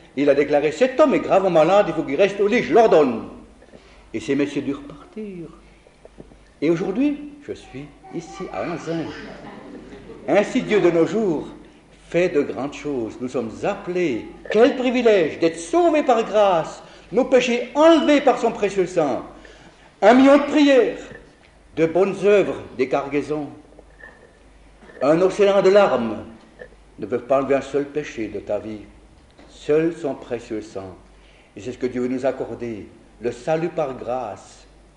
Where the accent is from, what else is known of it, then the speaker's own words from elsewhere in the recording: Italy; Deux officiers SS, puis un officier fasciste, puisque je suis italien, apparaît chez moi à domicile, et me dire, vous êtes italien, votre place est sur le front.